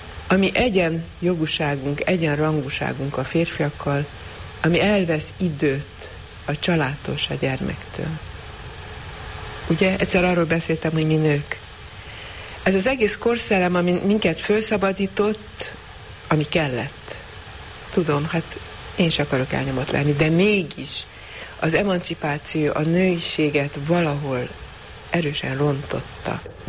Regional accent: Transylvania, Romania; voltak Romániában olyan időszakok, amikor nem volt nagy magyar nyomás. Akkor tulajdonképpen még magyar iskola, szóval egy bizonyos magyar környezetben nőttem teljesen

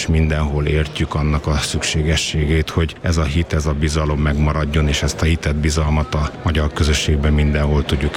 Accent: Partium, Romania; én partiumiként

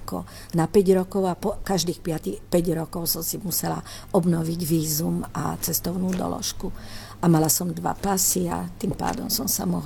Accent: Banská Štiavnica, Banská Bystrica Region, Slovakia; now in Lombardy, Italy; Ja som z Banskej Štiavnice.

